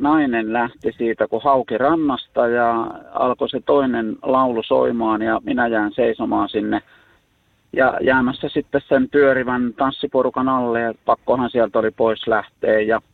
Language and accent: Finnish; South Ostrobothnia, Finland; moved away; Mä oon Etelä-Pohjanmaalta kotoisin.